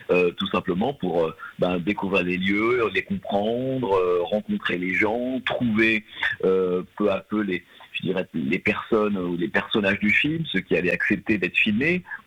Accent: France

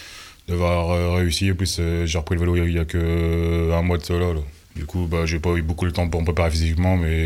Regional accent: Boissy-Frénois, Bourgogne-Franche-Comté, France; Boissy-Frénois.

